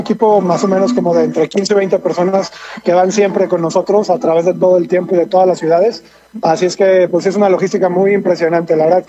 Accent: San Luis Potosí, Mexico; pasamos por mi ciudad natal que es San Luis Potosí

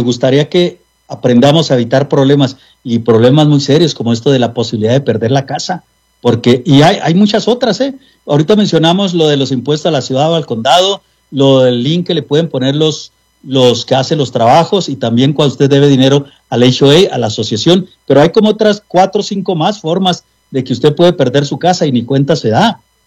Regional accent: Mexico; now in United States; nosotros, como mexicanos, los que vivimos ciertos años allá y otros años acá

